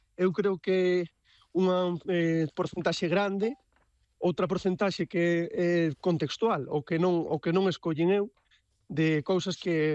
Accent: Galicia, Spain; e como galegos temos que aprezalo porque é tamén parte do que somos nós, non?

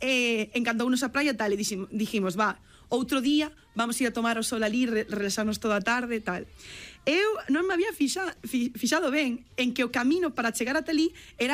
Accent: Galicia, Spain; nós como persoas que somos galegas, españolas e europeas

